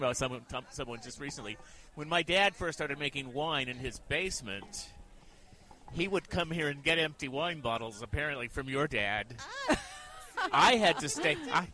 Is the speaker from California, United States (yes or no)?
yes; California, United States; I didn't grow up there. I grew up on Moon Mountain.